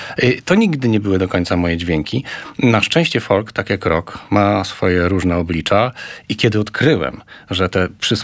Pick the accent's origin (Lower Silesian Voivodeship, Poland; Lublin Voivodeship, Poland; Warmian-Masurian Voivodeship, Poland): Warmian-Masurian Voivodeship, Poland; Węgorzewo; pochodzę z Węgorzewa, w którym co roku odbywał się tak zwany suwalski jarmark folkloru